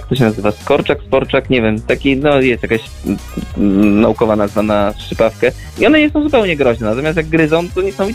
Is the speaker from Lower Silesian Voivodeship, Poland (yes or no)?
yes; Wrocław, Lower Silesian Voivodeship, Poland; born there; also born or lived in United States; urodziłem się we Wrocławiu